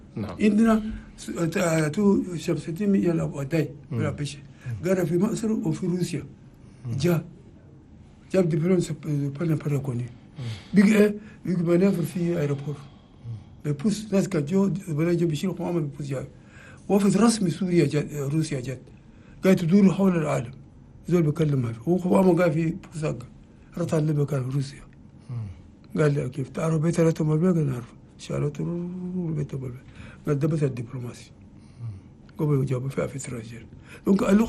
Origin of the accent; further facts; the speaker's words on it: Chad; اللغة العربية لغتنا الأم، ما في تشادي ما يسمك اللغة العربية